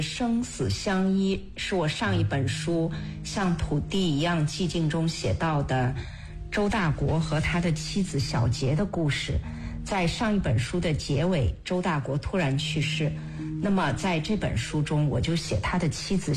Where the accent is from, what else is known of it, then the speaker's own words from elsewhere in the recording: Henan, China; moved away; 我们老家河南人说她是妇联头